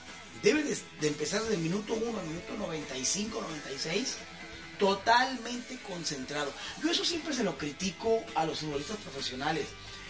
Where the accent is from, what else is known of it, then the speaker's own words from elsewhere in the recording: Baja California, Mexico; El licenciado Crispín, al igual que yo, somos oriundos de la Baja California.